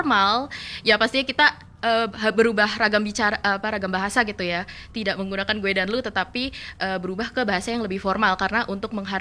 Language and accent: Indonesian; Bekasi, West Java, Indonesia; Jadi saya sendiri itu berasal dari Bekasi yang secara administratif masuk Provinsi Jawa Barat gitu.